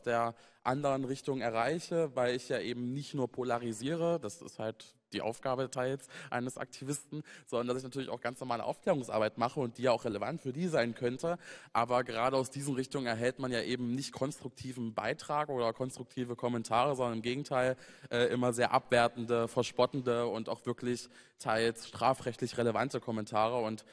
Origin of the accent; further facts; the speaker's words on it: Saxony-Anhalt, Germany; ich komme ja aus dem Saalekreis, ich komme aus einer Region, in der jetzt der Mainstream jetzt nicht so der ist wie in der Bundespolitik, sondern in dem die Menschen ja auch ganz anders wählen